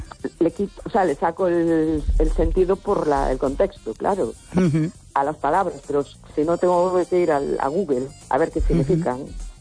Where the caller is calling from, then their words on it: A Coruña, Galicia, Spain; de La Coruña.